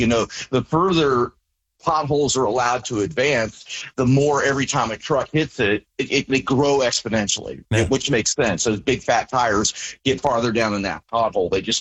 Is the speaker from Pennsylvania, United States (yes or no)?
no; Springdale, Ohio, United States; I grew up in Cincinnati. I grew up in Springdale.